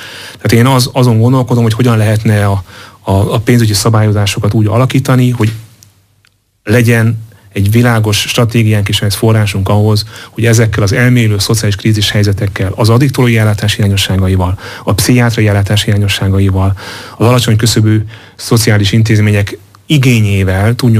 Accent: Hungary; mi büszke magyarok vagyunk

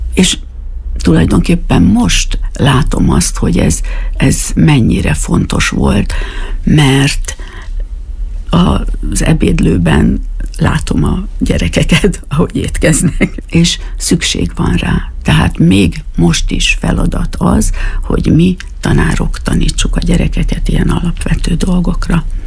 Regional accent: Miskolc, Borsod-Abaúj-Zemplén, Hungary; also born or lived in Hajdúszoboszló; mert Szirmán laktunk, úgyhogy én ilyen hűséges típus vagyok, mert Szirmán nőttem föl, a Szirmai Általános Iskolába jártam 8 évig

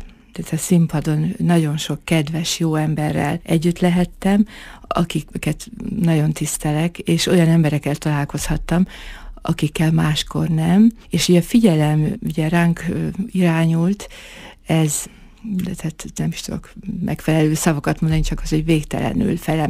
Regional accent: Tiszapalkonya, Borsod-Abaúj-Zemplén, Hungary; Tiszapalkonyán születtem

